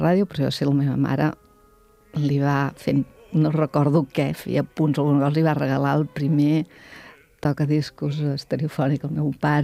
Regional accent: Sant Guim de Freixenet, Catalonia, Spain; de la mida del meu poble, de Sant Guim, de Freixenet, i jo sé molt bé què vol dir viure en un poble petit

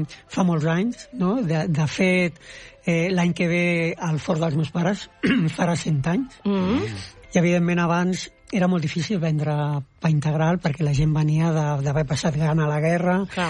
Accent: Barcelona, Catalonia, Spain; Amb la migració al meu barri, un barri migratori fins i tot avui, aleshores venia molta gent de pobles on el pa no era el pa blanc que havia a Barcelona, no?

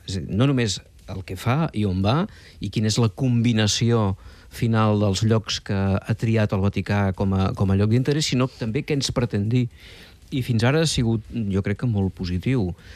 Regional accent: Catalonia, Spain

